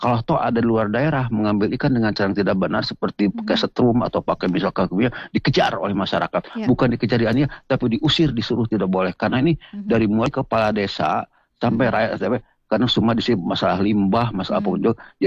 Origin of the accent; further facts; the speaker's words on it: Bandung, West Java, Indonesia; Begini Pak, saya dari Bandung Timur lah. Jawa Barat pasti, kalau Bandung pasti Jawa Barat ya Pak ya.